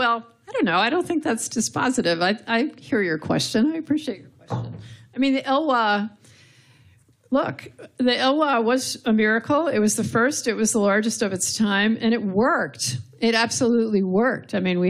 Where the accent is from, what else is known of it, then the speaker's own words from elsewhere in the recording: New York, United States; now in Pacific Northwest, United States; I'm from New York.